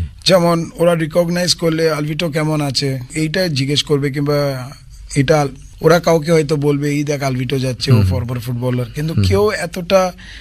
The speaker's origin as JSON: {"language": "Bangla", "region": "Goa", "country": "India", "moved": "as an adult", "lives_now": "Kolkata, India", "said": "আমি একজন গোয়ানিজ ছেলে কলকাতায় এসে"}